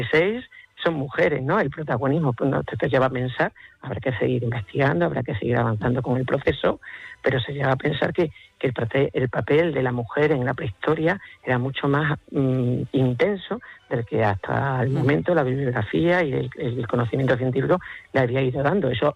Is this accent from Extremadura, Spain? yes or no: yes; Extremadura, Spain